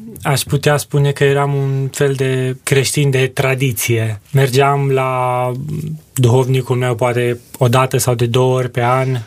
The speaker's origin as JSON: {"language": "Romanian", "town": "Orăștie", "region": "Hunedoara County", "country": "Romania", "tie": "born or raised there", "moved": "as an adult", "lives_now": "Cluj-Napoca, Romania", "said": "m-am născut în Orăștie, județul Hunedoara și ca formare școlară am urmat Colegiul Național Aurel Vlaicu din Orăștie"}